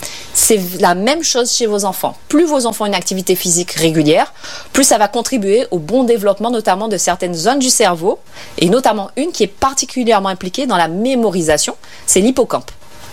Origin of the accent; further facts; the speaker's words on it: Guadeloupe; en tant que Guadeloupéen